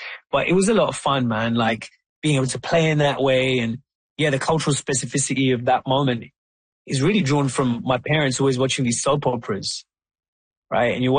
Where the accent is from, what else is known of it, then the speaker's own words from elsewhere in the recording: Wembley, London, United Kingdom; I read this play about Prince growing up in Denmark, and I was like, this is exactly like growing up in Wembley.